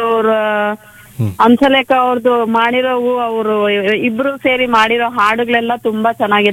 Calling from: Singanahalli, Karnataka, India; ಸಿಂಗನಹಳ್ಳಿ ಗೌರಿ ಬಿದ್ನೂರ್ ಹತ್ರ ಇದೆ ಸರ್.

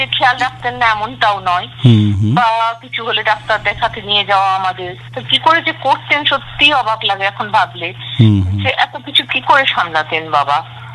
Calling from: Kolkata, West Bengal, India; আমি ঢাকুরিয়া থেকে

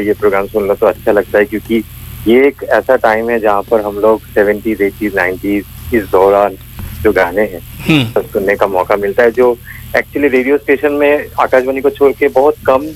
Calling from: Belgharia, West Bengal, India; बोल रहा हूँ बेलगुरिया से।

